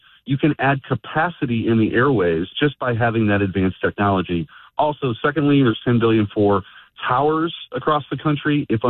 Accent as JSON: {"language": "English", "town": "Bridgeton", "region": "Missouri", "country": "United States", "tie": "born or raised there", "said": "I grew up in Bridgeton. My parents still live in Bridgeton. I grew up in the shadow of that airport"}